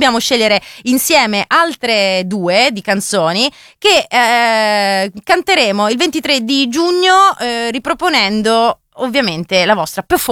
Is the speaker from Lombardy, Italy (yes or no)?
yes; Lombardy, Italy; accent: Lombard; Però in onore ovviamente al mio accento, come sentite, veramente lombardo, la prima di queste da cantare sarà